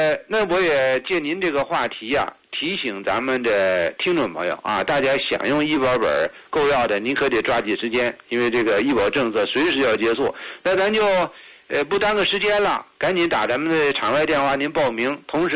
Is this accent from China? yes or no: yes; Henan, China; accent: Henan; 您把我的河南腔都给拐得出来了